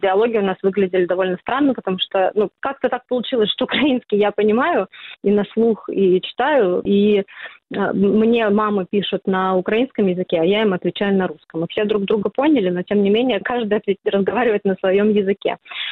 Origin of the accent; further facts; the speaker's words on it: Russia; moved away as an adult; Я уехала из России по туристической визе еще в 2021 году. Потом получила визу на год, осталась здесь